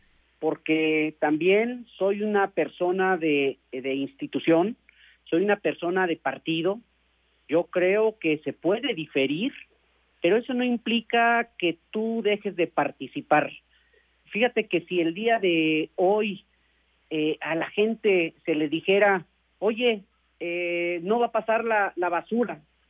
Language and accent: Spanish; Irapuato, Guanajuato, Mexico; born there; Irapuato, donde yo nací